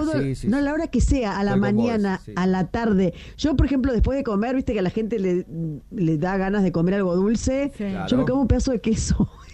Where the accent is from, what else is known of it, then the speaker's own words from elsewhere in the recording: Junín, Buenos Aires Province, Argentina; Y el queso, yo que soy de Junín, ¿no saben lo que son los quesos de Junín, chicos?